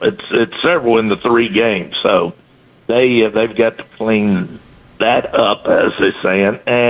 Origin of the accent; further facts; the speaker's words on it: Nashville, Tennessee, United States; born there; now in Nolensville, United States; I've got to find my way from Nolensville to East Nashville. And my family started out growing up in East Nashville.